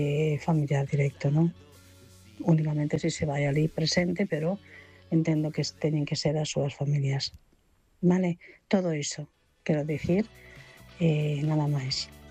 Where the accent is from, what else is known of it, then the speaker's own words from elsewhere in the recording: Vigo, Galicia, Spain; bueno, de volta xa de un periodo que estive en fora.